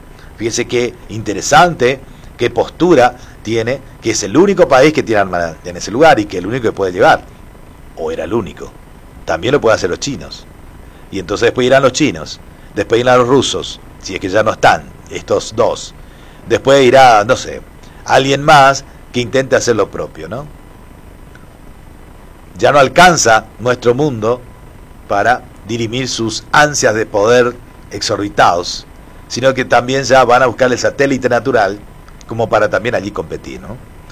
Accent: Argentina; como ciudadanos, como argentinos

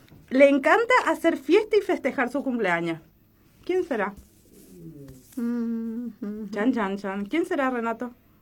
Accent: Leandro N. Alem, Misiones, Argentina; Sí, viven en Alem porque yo soy de Alem.

